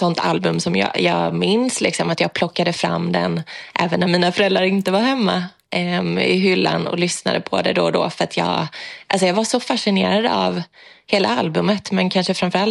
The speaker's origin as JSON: {"language": "Swedish", "town": "Jönköping", "region": "Jönköping County", "country": "Sweden", "tie": "born or raised there", "said": "jag är uppväxt i Jönköping"}